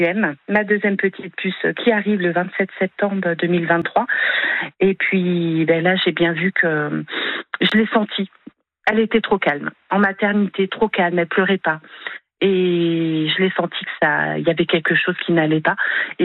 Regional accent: Saumur, Pays de la Loire, France; Moi, je suis de Saumur

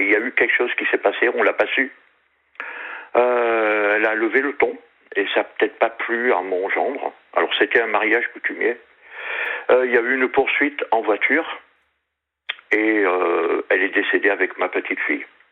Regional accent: Southwest France, France; accent: Southwest France; ma cousine, qui est du Périgord, comme un petit peu l'accent que j'ai, quoi. Je suis du Sud-Ouest.

